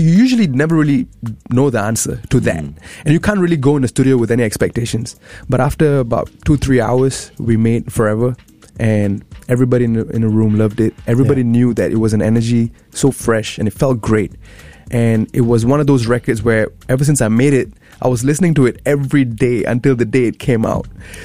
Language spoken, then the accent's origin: English; Singapore; trying to see, you know, what kind of opportunities I can get there as a Singaporean, Tamilian, as a rapper, artist, whatever.